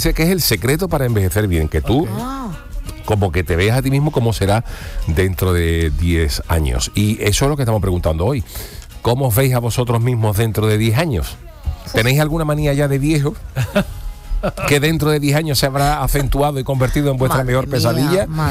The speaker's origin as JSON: {"language": "Spanish", "town": "Cádiz", "region": "Andalusia", "country": "Spain", "said": "Soy del barrio del Pópulo."}